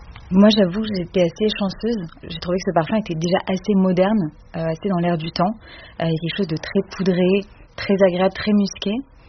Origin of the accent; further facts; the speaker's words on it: Paris, Île-de-France, France; j'ai 26 ans. Je suis née à Paris, j'ai grandi à Paris et je travaille aujourd'hui à Paris.